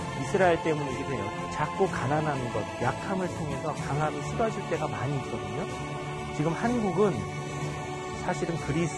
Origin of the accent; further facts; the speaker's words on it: South Korea; 제가 약소국 출신이고 미국 사람도 아니고 뭐 유럽 사람도 아니고 저는.